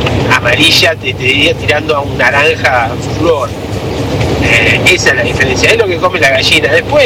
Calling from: La Pampa, Argentina; de La Pampa.

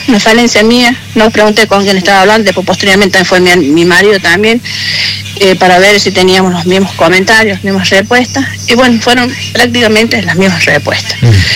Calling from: Chilecito, La Rioja, Argentina; yo soy de acá de Chilecito

